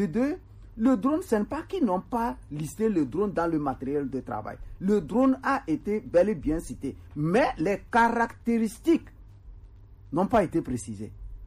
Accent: Togo; Nous faisons ce travail en tant que Togolais.

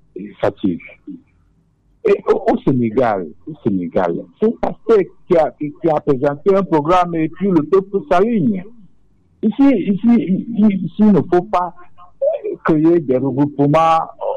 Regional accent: Togo; je suis là. Nous sommes tous des Togolais.

